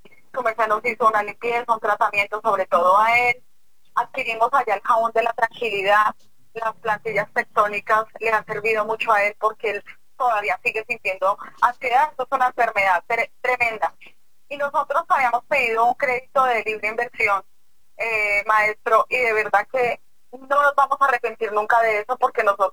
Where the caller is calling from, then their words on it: Tunja, Boyacá, Colombia; De Tunja.